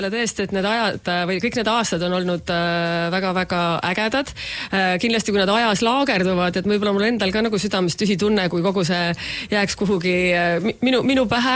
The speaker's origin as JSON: {"language": "Estonian", "town": "Pärnu", "region": "Pärnu County", "country": "Estonia", "tie": "born there", "lives_now": "Tallinn, Estonia", "said": "olen sündinud Pärnus ja elan Tallinnas."}